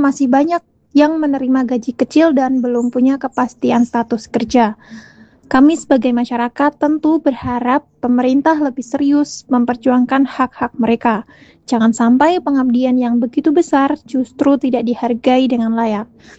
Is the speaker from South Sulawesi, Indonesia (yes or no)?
no; Surakarta, Central Java, Indonesia; saya dari Solo.